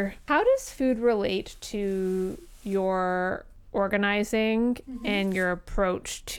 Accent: Brampton, Ontario, Canada; growing up in Brampton, it felt like such a alienating and apolitical space.

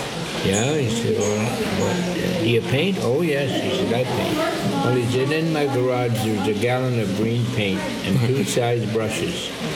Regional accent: Canada; I am a Canadian

